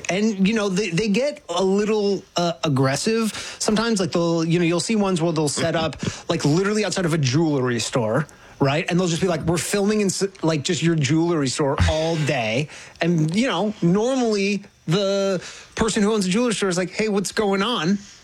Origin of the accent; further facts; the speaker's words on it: Canada; now in United States; and you know, I'm Canadian, so we don't have such a thing. We don't have a First Amendment, right? So you can't do this kind of hijinks in Canada.